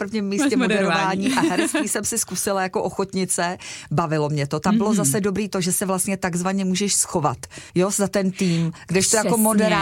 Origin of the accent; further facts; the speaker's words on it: North Bohemia, Czechia; K Ploskovici mám velmi blízko jako Severočech